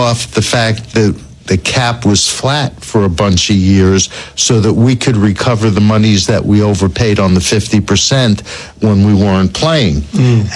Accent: New York, United States; born or raised there

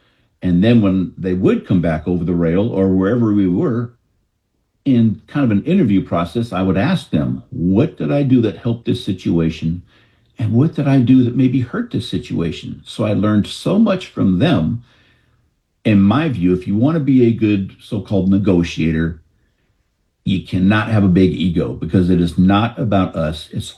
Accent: Marin County, California, United States; I grew up in Marin County, which connects to San Francisco via that Golden Gate Bridge.

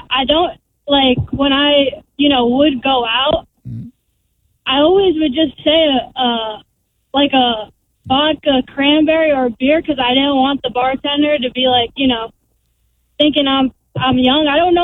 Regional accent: New York, United States; moved away as an adult; now in Tampa, United States; And, I'm from New York, And I've been a Jets fan my whole life.

